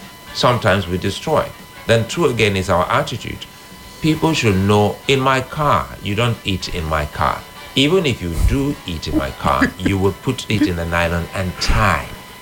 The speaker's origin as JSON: {"language": "English", "town": "Benin City", "region": "Edo", "country": "Nigeria", "tie": "born or raised there", "said": "my next door neighbor that we grew up here in Benin together."}